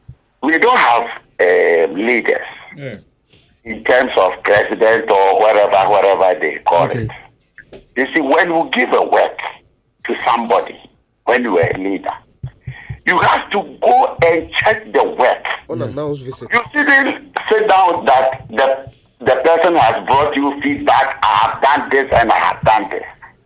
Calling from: Kathmandu, Bagmati, Nepal; I'm calling this from Kathmandu.

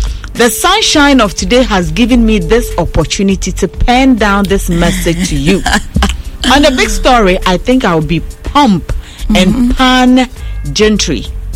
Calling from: Tema, Greater Accra, Ghana; from Tema.

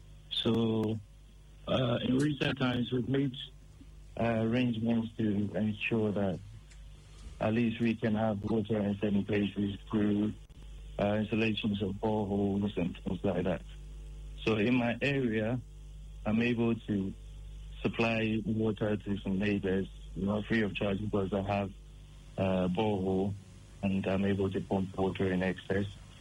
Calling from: Tema, Greater Accra, Ghana; I'm calling from Tema, County 25.

